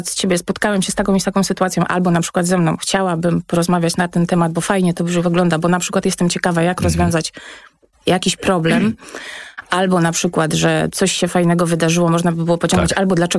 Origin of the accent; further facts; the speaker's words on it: Świdwin, West Pomeranian Voivodeship, Poland; moved away; also born or lived in Koszalin / Kraków; Z Koszalina, teraz rodzice mieszkają ze Świdwina, jestem ze Świdwina